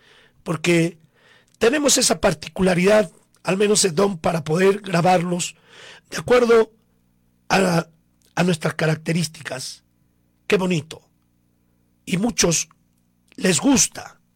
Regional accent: Coracora, Ayacucho, Peru; nuestro pueblo de Coracora

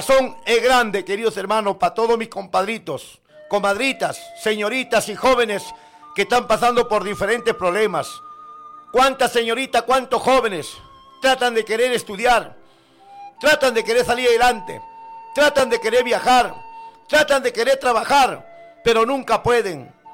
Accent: northern Peru, Peru; Pero yo soy norteño

